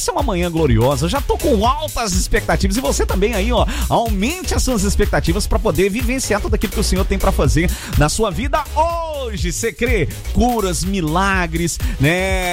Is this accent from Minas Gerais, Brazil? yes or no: yes; Minas Gerais, Brazil; eu sou de Minas Gerais